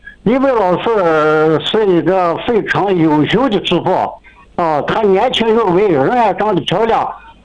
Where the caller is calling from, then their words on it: Gansu, China; 我是来自甘肃省青阳市活水县何家盘镇这样一个地地道道的农民。